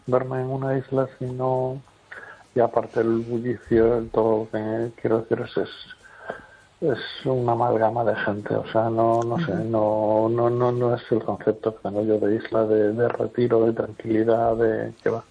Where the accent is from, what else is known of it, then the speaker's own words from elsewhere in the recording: Las Palmas de Gran Canaria, Canary Islands, Spain; yo, con todo mi respeto, soy pueblo canario. Yo en las Canarias, en la Palma de Gran Canaria